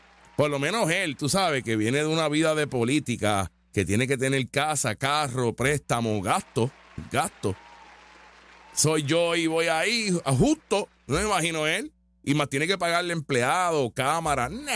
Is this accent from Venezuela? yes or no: no; Puerto Rico